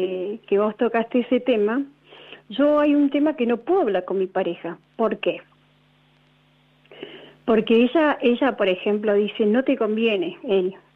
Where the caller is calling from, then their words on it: Neuquén, Argentina; De acá, Neuquén.